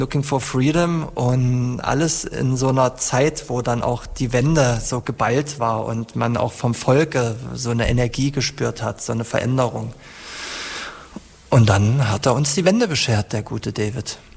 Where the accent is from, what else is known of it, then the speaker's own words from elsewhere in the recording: East Germany, Germany; meinen eigenen persönlichen Erinnerungen an meine Kindheit in der DDR und an meine Jugend im wiedervereinigten Deutschland.